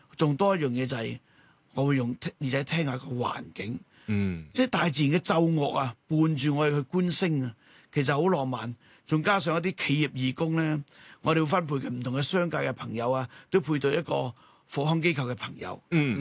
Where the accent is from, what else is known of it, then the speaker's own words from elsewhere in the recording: China; 可是我哋中國人都好多噶